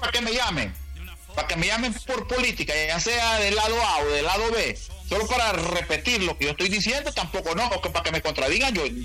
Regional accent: Honduras; Si soy un hondureño común y corriente, hombre.

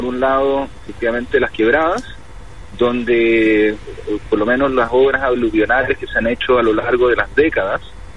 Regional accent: Antofagasta, Chile; como somos los antofagastinos, cuando llueve nos preocupamos del techo

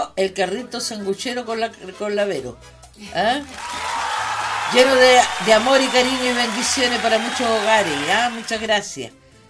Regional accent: Chile; Somos rotos chilenos.

